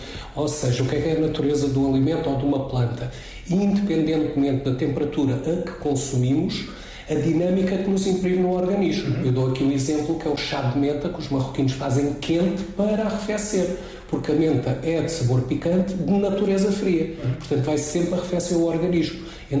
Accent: Alentejo, Portugal; Por exemplo, sou alentejano, adoro enchidos.

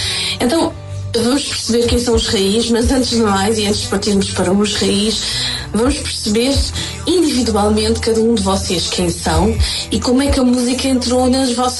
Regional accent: Alentejo, Portugal; Não se nota nada que sou alentejano.

